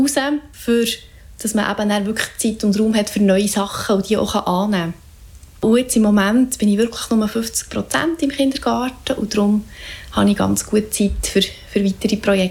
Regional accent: Bern, Switzerland; mich als Berner Mädchen mit Mundart Musik sehr mit dem identifizieren kann.

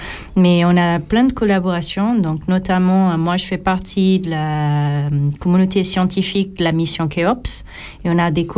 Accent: Portugal; now in Switzerland; je suis pas suisse, je suis pas française, je suis portugaise.

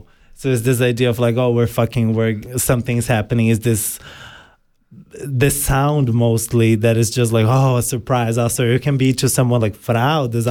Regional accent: Brazil; English is a second language; there was this place in my hometown that they had just free courses to like people from the community. Brazil has quite some good universal access.

